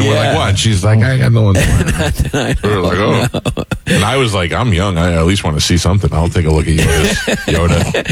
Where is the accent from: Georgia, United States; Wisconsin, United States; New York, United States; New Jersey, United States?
New York, United States; Staten Island; In Staten Island.